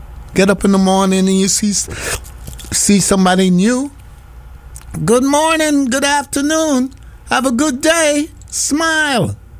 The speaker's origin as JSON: {"language": "English", "country": "Jamaica", "said": "Yes, I'm Jamaican, but I'm a child of God."}